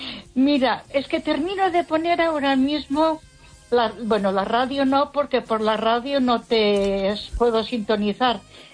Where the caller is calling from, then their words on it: Ponferrada, Castile and León, Spain; de Ponferrada.